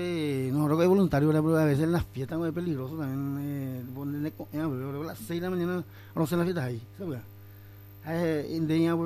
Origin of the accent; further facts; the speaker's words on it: Pedro Juan Caballero, Amambay, Paraguay; Todos somos de Pedro Juan. Acá nosotros vivimos, acá tenemos nuestra familia y todo.